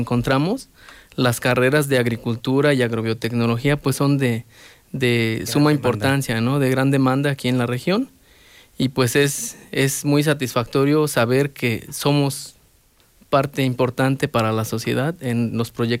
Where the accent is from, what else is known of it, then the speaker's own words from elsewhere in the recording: Tilapa, Puebla, Mexico; De Cuexpala, Tilapa, municipio de Tilapa.